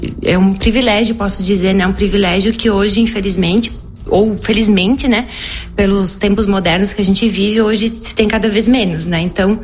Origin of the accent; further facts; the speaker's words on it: Severiano de Almeida, Rio Grande do Sul, Brazil; now in Marau, Brazil; Então eu sou natural de Severiano de Almeida, nasci e cresci no interior, né, de uma comunidade chamada Linha Tigre, meus pais pequenos agricultores.